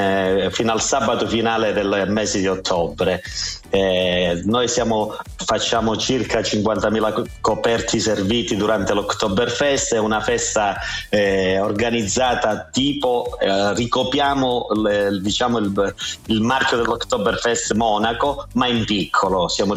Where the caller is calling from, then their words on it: Rende, Calabria, Italy; Sì, sono da Rende.